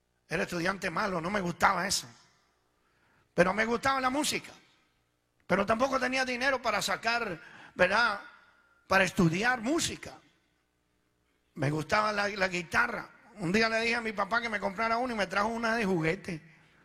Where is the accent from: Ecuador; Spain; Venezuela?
Venezuela; moved away as an adult; also born or lived in Italy; now in Sacramento, United States; Yo nací en Italia, yo soy italiano. Llegué como a la edad de 7 años allá en Venezuela. Ahí nos criamos. Estuve viviendo allá en Venezuela como casi 37, 38 años, no sé cuánto.